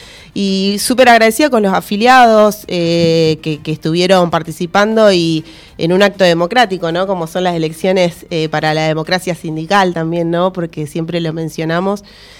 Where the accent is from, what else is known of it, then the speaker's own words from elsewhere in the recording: Argentina; lo que estamos viviendo como argentinos